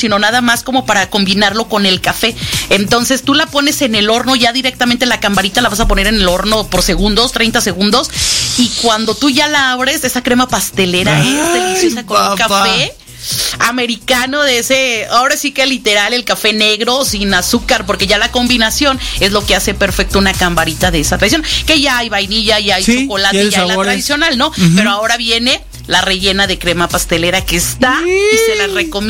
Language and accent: Spanish; Mexico; nos estamos echando tanto las mexicanas, sí, como los mexicanos.